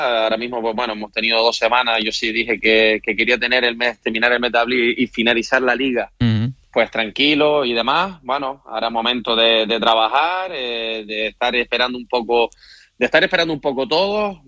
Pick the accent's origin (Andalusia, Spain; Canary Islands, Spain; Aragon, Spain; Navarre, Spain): Canary Islands, Spain; como canario y como habitante de la isla